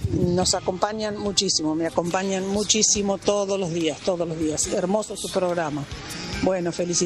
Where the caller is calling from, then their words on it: La Angelita, Buenos Aires, Argentina; de La Angelita.